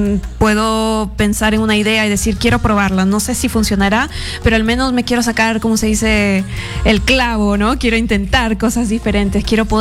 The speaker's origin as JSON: {"language": "Spanish", "region": "Lima", "country": "Peru", "tie": "born or raised there", "said": "incluí el cajón afroperuano, que es un instrumento que me ha acompañado creciendo aquí en Lima"}